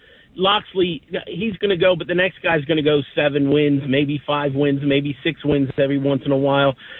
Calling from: Maryland, United States; because we're from Maryland

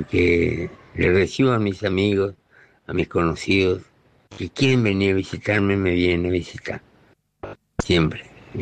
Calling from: Clorinda, Formosa, Argentina; de Clorinda, Formosa, acá donde termina la ruta 11, Clorinda, se va a ir, se llama mi pueblito, bien enfrente de la Asunción.

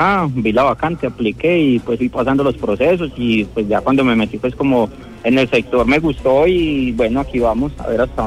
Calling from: Pereira, Risaralda, Colombia; Desde la ciudad de Pereira.

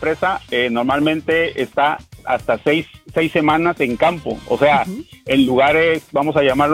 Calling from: Veracruz, Mexico; De aquí, del puerto de Veracruz.

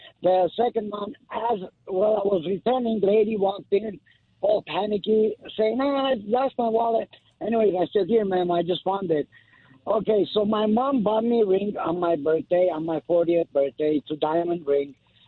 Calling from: Los Angeles, California, United States; Los Angeles.

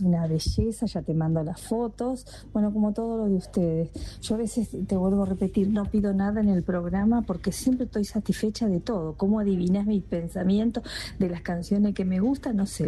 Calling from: Tigre, Buenos Aires Province, Argentina; Soy la socia 1089 de acá de Buenos Aires, de la zona del Tigre

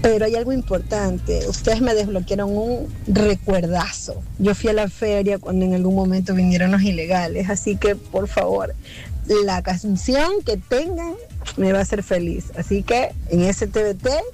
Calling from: Guayaquil, Guayas, Ecuador; Yo voy a asistir como buena guayaquileña a la sesión solemne.

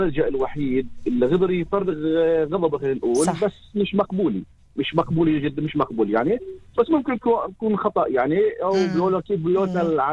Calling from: Tamra, Northern District, Israel

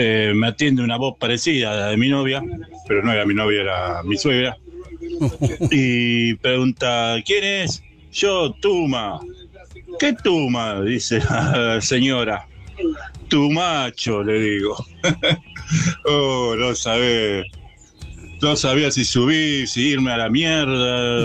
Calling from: Loma del Mirador, Buenos Aires Province, Argentina; de Loma del Mirador

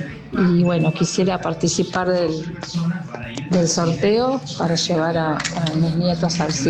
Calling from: Pontevedra, Buenos Aires Province, Argentina; de Pontevedra

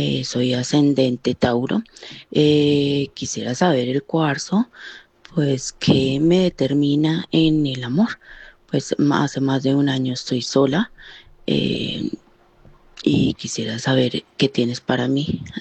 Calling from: Bogotá, Colombia; Estoy en la ciudad de Bogotá.

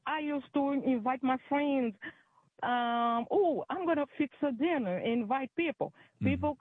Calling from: Brazil; I'm not calling for Maryland. I'm calling from Brazil.

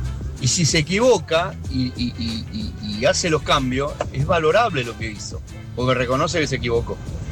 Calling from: Morón, Buenos Aires Province, Argentina; de Morón.

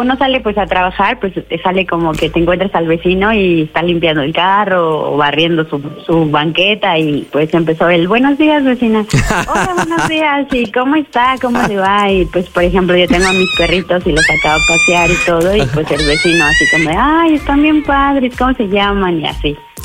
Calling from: Guadalajara, Jalisco, Mexico; Tengo 36 años y te marco desde Guadalajara.

